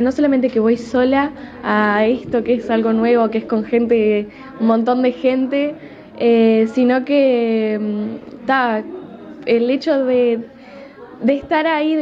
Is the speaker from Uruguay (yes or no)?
yes; Vergara, Treinta y Tres, Uruguay